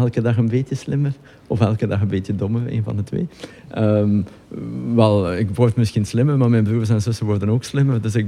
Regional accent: West Flanders, Belgium; Nee, West-Vlaming, ja. Wel, geboren in Oost-Vlaanderen, gewoond in West-Vlaanderen.

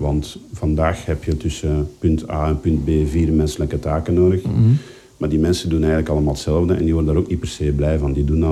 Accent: Belgium

